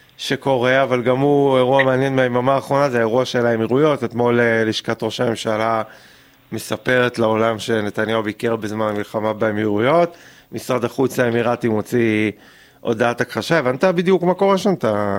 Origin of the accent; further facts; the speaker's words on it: Central Israel, Israel; אני גדלתי במרכז.